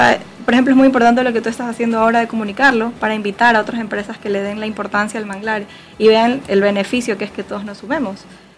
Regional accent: Guayaquil, Guayas, Ecuador; es parte de nuestra ciudad y debería ser parte de nuestra identidad como guayaquileños

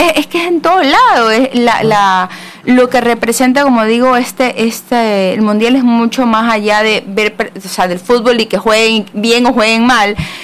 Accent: Ecuador; yo soy de Ecuador

